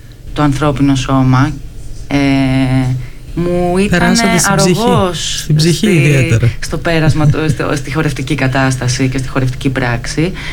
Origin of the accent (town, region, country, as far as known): Volos, Thessaly, Greece; born or raised there; also born or lived in Ioannina; now in Athens, Greece